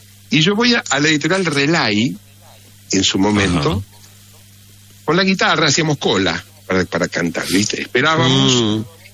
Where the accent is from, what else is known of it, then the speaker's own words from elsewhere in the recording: Mercedes, Buenos Aires Province, Argentina; moved away as an adult; now in Buenos Aires, Argentina; soy de Mercedes, de la ciudad de Mercedes, provincia de Buenos Aires.